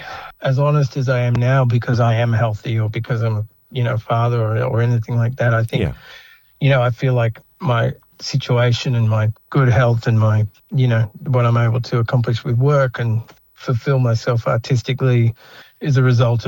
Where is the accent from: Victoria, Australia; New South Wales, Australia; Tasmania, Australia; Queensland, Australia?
Victoria, Australia; Melbourne; also born or lived in Central Australia; I was born in Melbourne, but lived in Central Australia when Dad went up there to the legal service.